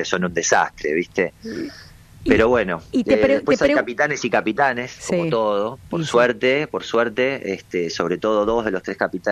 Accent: Patagonia, Argentina; moved away; Cuando digo que soy de la Patagonia

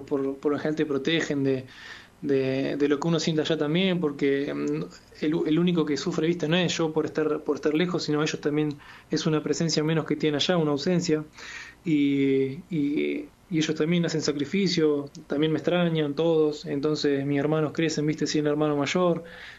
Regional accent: Argentina; moved away as an adult; now in Matelica, Italy; dejé todo allá en Argentina, tengo mucha ropa allá

